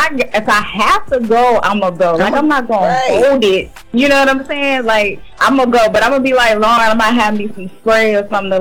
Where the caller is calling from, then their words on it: Georgia, United States; from Georgia.